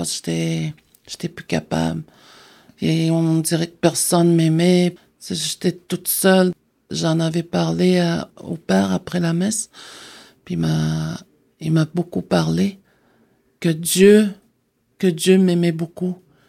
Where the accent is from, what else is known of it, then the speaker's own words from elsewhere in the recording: Schefferville, Quebec, Canada; Je viens de la communauté de Matimekush Lakjam.